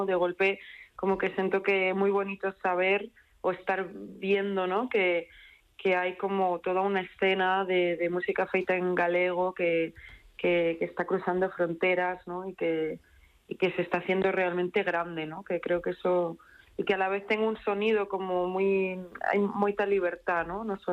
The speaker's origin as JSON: {"language": "Galician", "region": "Galicia", "country": "Spain", "also_born_or_lived": "London", "second_language": "Galician", "lives_now": "Madrid, Spain", "said": "anda que eu son galega, pero hace muchísimos años que vivo en Madrid y he vivido en Londres, entonces o meu galego como que non é a miña primeira lingua para nada."}